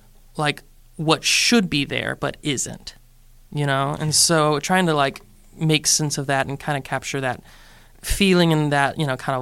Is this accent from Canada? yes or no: no; South Carolina, United States; born or raised there; also born or lived in New York